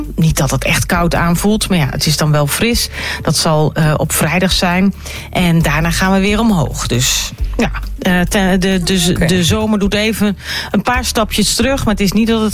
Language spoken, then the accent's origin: Dutch; Netherlands; wij als Nederlanders die zijn toch wel een beetje gewend om een beetje tussen de buien door te laveren.